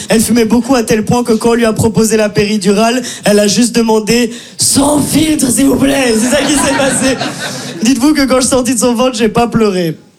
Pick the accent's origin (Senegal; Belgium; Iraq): Belgium; Brussels; accent: Brussels; C'est peut-être mon accent de Bruxelles ou mon immense voix, je sais pas, mais en tout cas, je viens pas de France, voilà, je viens de Belgique.